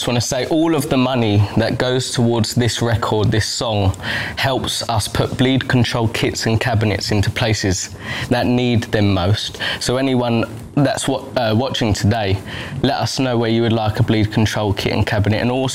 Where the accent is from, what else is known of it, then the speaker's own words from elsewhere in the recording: Milton Keynes, South East England, United Kingdom; we're from Milton Keynes